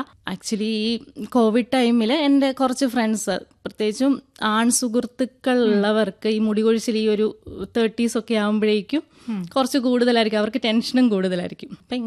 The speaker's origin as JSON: {"language": "Malayalam", "area": "Idukki", "region": "Kerala", "country": "India", "also_born_or_lived": "Kottayam / Bangalore", "moved": "as an adult", "said": "ഞാൻ വരുന്ന ഇടുക്കിയിൽ നിന്നാണ്. അപ്പം ഇടുക്കി എന്ന് പറഞ്ഞിട്ടുണ്ടെങ്കിൽ നമുക്കറിയാലോ എല്ലാവിധ ഔഷധ സസ്യങ്ങളും എല്ലാ കാര്യങ്ങളുമായിട്ട് സമ്പന്നമായിട്ടുള്ളൊരു സ്ഥലമാണ് ഇടുക്കി. അപ്പോൾ ഞാൻ പഠിച്ചത് കോട്ടയത്താണ്."}